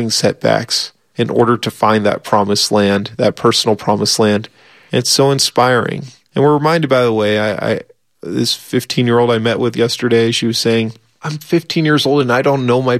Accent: Seattle, Washington, United States; When I grew up in Seattle, I remember doing a field trip to downtown Seattle

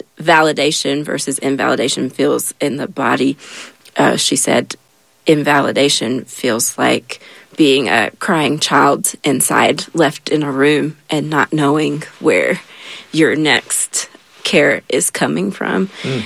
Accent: the South, United States; being a young teenager growing up in the South.

